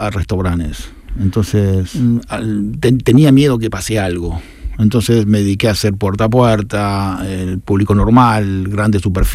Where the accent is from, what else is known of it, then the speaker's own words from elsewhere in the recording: Argentina; Pues yo soy argentino, ¿no?